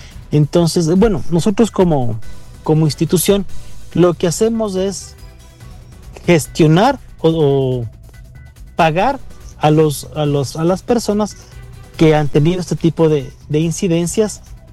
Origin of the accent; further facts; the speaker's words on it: Ecuador; por qué tenemos como ecuatorianos o como actores viales estas protecciones.